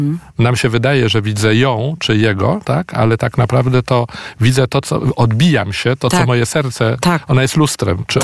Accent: Warsaw, Masovian Voivodeship, Poland; No to jeszcze jako warszawiak

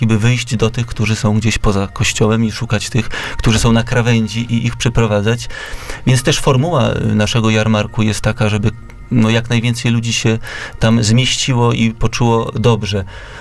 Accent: Warsaw, Masovian Voivodeship, Poland; moved away as an adult; ja pochodzę z tej parafii i wstępując do zakonu byłem pewien, że nigdy już nie wrócę do Warszawy

